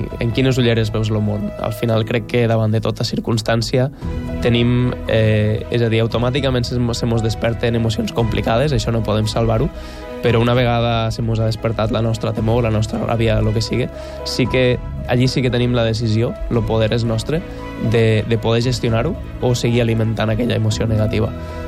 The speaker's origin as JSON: {"language": "Catalan", "town": "Freginals", "region": "Catalonia", "country": "Spain", "said": "Freginals, que és el meu poble."}